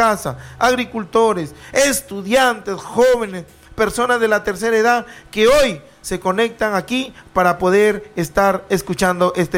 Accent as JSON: {"language": "Spanish", "town": "Tucumé", "region": "Lambayeque", "country": "Peru", "said": "Aquí tienes a … un profesional de aquí, de mi pueblo, de Tucumé, del caserío La Pintada. Vivo en todo el corazón de mi caserío La Pintada."}